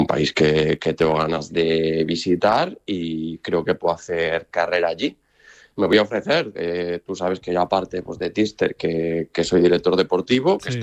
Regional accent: A Coruña, Galicia, Spain; born there; Yo soy español, nací en Coruña, vivo en un reino, ¿no?, donde nos gobierna Felipe. Soy español por encima de todo

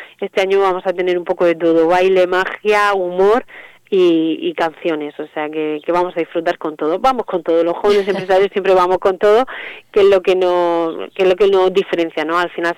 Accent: Region of Murcia, Spain; la región de Murcia somos muy potentes en el sector salud y en el sector de alimentación.

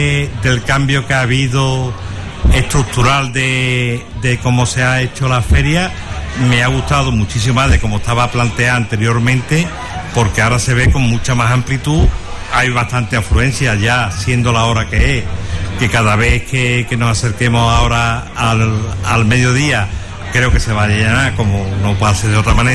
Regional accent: Cazalla de la Sierra, Andalusia, Spain

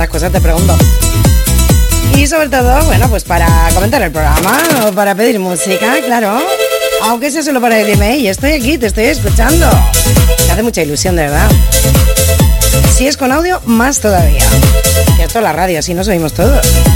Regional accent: Barbastro, Aragon, Spain; mi tierra, de aquí de Barbastro.

